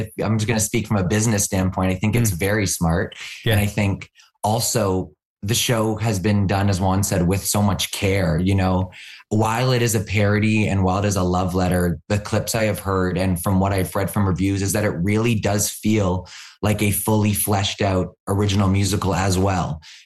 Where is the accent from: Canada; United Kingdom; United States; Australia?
Canada